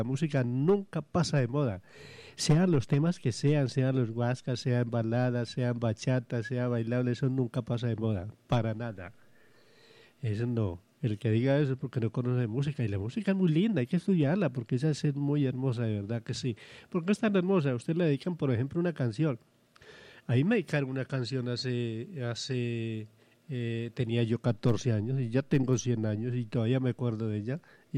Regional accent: Aranzazu, Caldas, Colombia; En mi pueblo, en Aranzazo

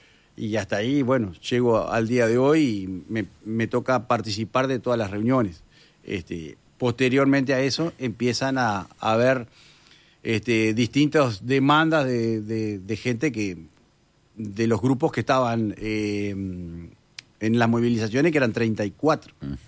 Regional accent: Paysandú, Uruguay; nosotros somos de la zona de Paysandú

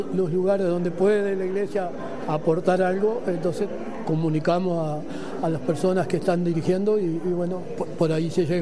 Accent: Nueva Helvecia, Colonia, Uruguay; Yo, nacido y criado aquí en Nueva Helvecia, usuario del hospital desde que se inauguró en el 62.

